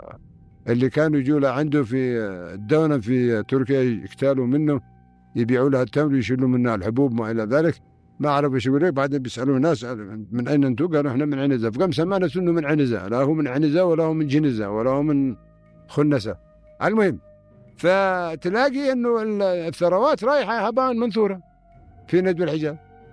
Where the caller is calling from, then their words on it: Yemen; أنا بالنسبة لي يعني مواطن يمني حر